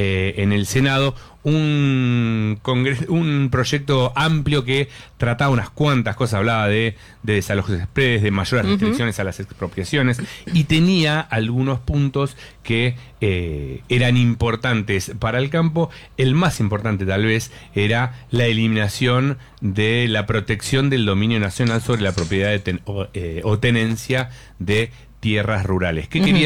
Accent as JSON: {"language": "Spanish", "country": "Argentina", "said": "Soy argentino, me sobran las..."}